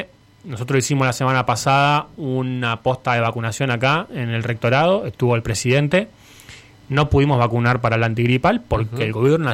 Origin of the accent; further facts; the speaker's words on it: Argentina